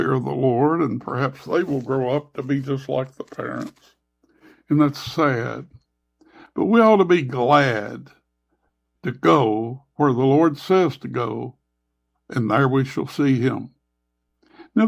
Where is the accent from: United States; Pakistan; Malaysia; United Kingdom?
United States; Kentucky; moved away as an adult; now in Western Kentucky, United States; since I've been in Western Kentucky. Now, I come from Eastern and South Central Kentucky.